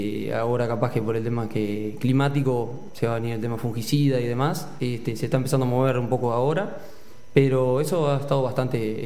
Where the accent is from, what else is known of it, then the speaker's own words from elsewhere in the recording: Soriano, Uruguay; also born or lived in Ombúes de Lavalle, Colonia; soy oriundo de paraje Arroyo del Medio, departamento Soriano. Kilómetro 47 de 500, más específicamente.